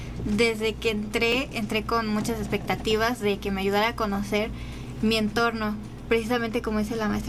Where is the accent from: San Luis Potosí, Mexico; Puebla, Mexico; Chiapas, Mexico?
San Luis Potosí, Mexico; Aquismón; moved away as an adult; now in San Luis Potosí, Mexico; las fiestas locales de mi pueblo, porque yo vengo de la Huasteca, de hecho.